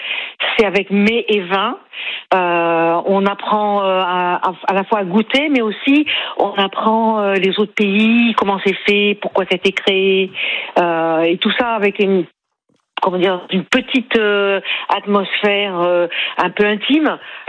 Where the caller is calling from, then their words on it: Bordeaux, Nouvelle-Aquitaine, France; je suis bordelaise, depuis un certain nombre d'années.